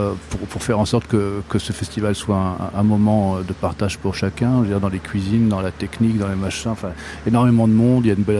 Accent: Brittany, France; moi, j'ai grandi en Bretagne, au bord de la mer.

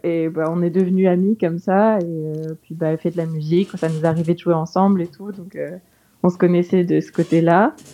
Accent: Bayeux, Normandy, France; now in Paris, France; Alors, moi, je suis de Bayeux, j'ai grandi là-bas, mais non, en fait, on a tous un peu des origines différentes.

